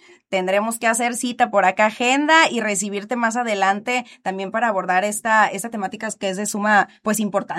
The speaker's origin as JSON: {"language": "Spanish", "country": "Mexico", "said": "Yo también que ando como buena mexicana todo a lo último"}